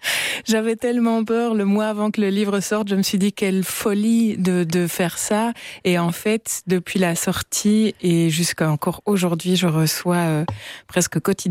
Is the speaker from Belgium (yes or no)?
yes; Verviers, Wallonia, Belgium; now in Brussels, Belgium; moi je viens de Verviers